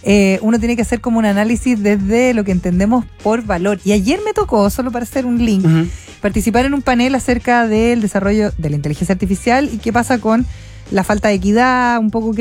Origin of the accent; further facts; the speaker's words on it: Chile; Que es lo que tenemos más cerca como chilenos, ¿no?